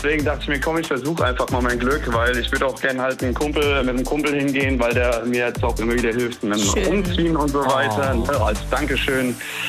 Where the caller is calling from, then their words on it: Rhineland-Palatinate, Germany; ich komme aus der Nähe von Mainz